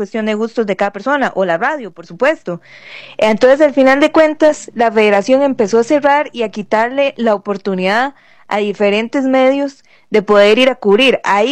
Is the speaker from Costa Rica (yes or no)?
yes; Costa Rica; como buenos ticos y futboleros que somos